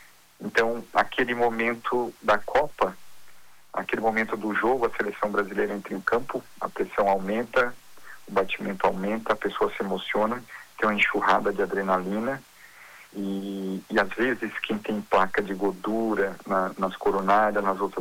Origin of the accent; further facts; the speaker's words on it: Brazil; nós nos identificamos muito como brasileiros